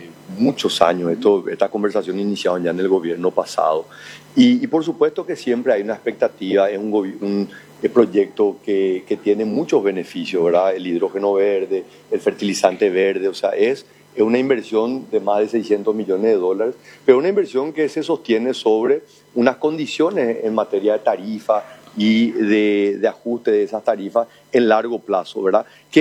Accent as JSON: {"language": "Spanish", "country": "Paraguay", "said": "Geográficamente nosotros somos del tamaño de Alemania, Pero tenemos una población que es el 10% nomás de Alemania."}